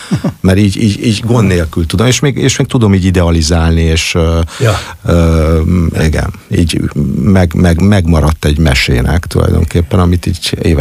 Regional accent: Budapest, Hungary; Nem Budán születtem, de de nyilván a legelső emlékeim is ide kötnek, hát itt gyerekeskedtem, egészen késő kamaszkoromig itt éltem

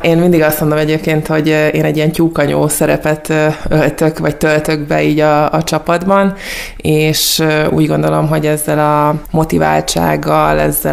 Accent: Budapest, Hungary; now in Nyíregyháza, Hungary; én ezt pestiként álmomba se gondoltam volna

